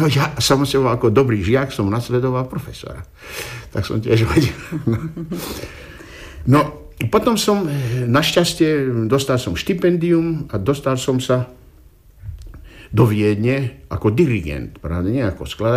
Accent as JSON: {"language": "Slovak", "town": "Banská Bystrica", "region": "Banská Bystrica Region", "country": "Slovakia", "tie": "born or raised there", "said": "ja som rodák z Banskej Bystrice"}